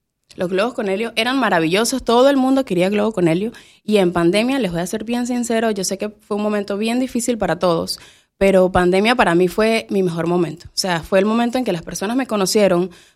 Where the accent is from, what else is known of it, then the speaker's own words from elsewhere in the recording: Venezuela; moved away as an adult; yo soy de Venezuela. Llegué aquí